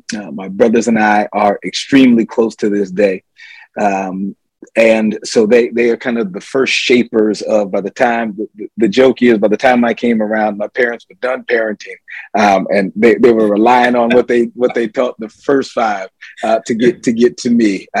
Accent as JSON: {"language": "English", "town": "Ithaca", "region": "New York", "country": "United States", "tie": "born or raised there"}